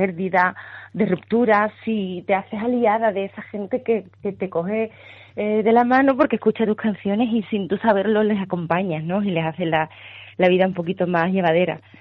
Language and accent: Spanish; Coria, Andalusia, Spain; Al final donde más a gusto estoy del mundo es en Coria o en Sevilla, porque es mi tierra, porque la gente allá me conoce